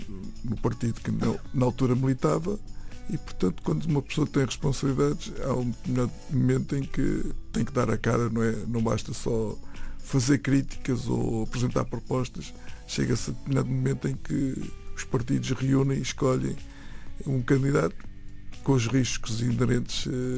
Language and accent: Portuguese; Luanda, Angola; born there; não tenho quase 64 anos sócio do Sporting Portugal, porque nasci em Luanda.